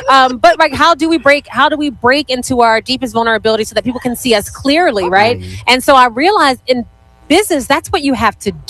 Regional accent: Philadelphia, Pennsylvania, United States; I'm born and raised in Philadelphia. My grandfather was a Philadelphia police officer.

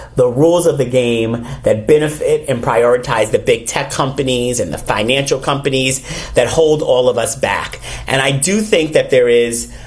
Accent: New York, United States; And I watched this very clearly as a New Yorker

